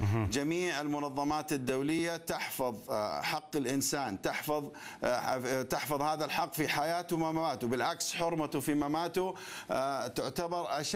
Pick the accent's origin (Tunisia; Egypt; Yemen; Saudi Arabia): Saudi Arabia; عندنا في المملكة العربية السعودية